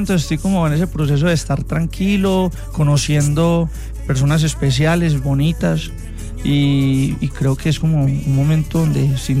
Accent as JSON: {"language": "Spanish", "town": "Sabaneta", "region": "Antioquia", "country": "Colombia", "said": "Yo soy de Sabaneta"}